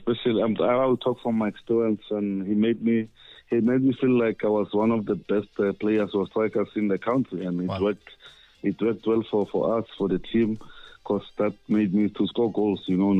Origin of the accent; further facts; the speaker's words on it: South Africa; as a South African, because, you know, back home here